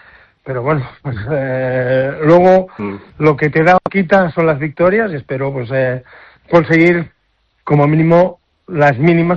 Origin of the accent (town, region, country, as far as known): Badalona, Catalonia, Spain